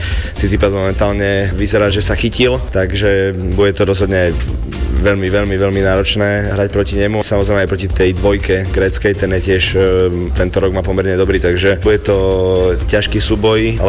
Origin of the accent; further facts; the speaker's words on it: Prešov, Prešov Region, Slovakia; ja pochádzam z Prešova, takže Košice sú pre mňa veľmi blízko